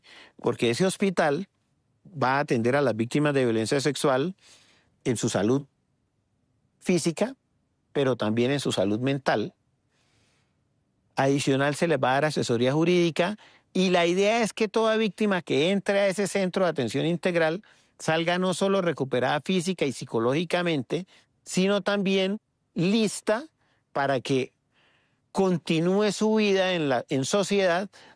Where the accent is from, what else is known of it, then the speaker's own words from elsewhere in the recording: Colombia; quiero como colombiano